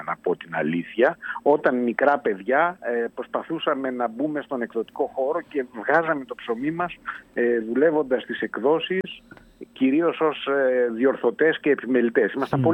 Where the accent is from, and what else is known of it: Peloponnese, Greece; now in Thessaloniki, Greece